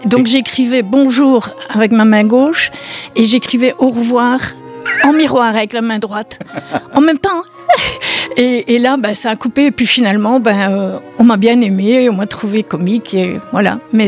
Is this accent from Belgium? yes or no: yes; Liège, Wallonia, Belgium; also born or lived in Kigali; Oui, j'avais 2 ans et jusqu'à 16 ans, j'ai habité à Liège.